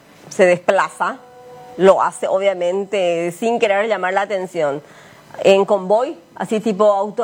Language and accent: Spanish; Paraguay; yo soy paraguaya